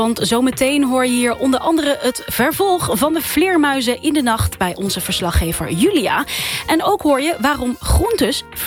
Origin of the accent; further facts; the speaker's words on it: Netherlands; dat kunnen wij als Nederlanders dan misschien wel wat vaker doen.